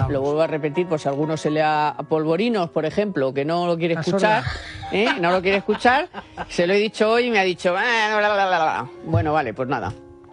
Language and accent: Spanish; Miraflores de la Sierra, Community of Madrid, Spain; Yo desde la plaza de mi pueblo, de Miraflores de la Sierra, todos ahí apoyando la selección.